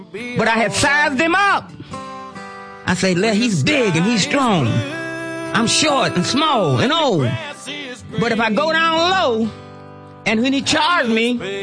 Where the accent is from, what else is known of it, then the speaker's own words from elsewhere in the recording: Cleveland, Ohio, United States; what I will not accept is the way you Clevelanders let New York fans come in and disrespect us downtown.